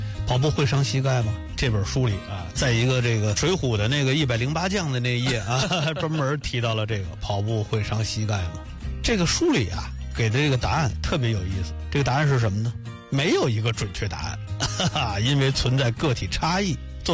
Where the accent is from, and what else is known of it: China